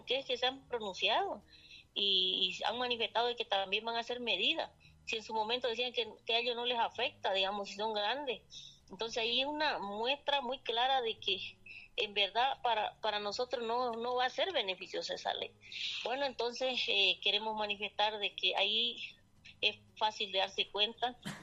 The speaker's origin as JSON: {"language": "Spanish", "region": "Beni", "country": "Bolivia", "said": "del departamento de Beni, ¿no? Somos parte de la Amazonía boliviana, ¿no? Entonces, somos amazónicos, venimos desde allá, una región muy alejada del centro del país"}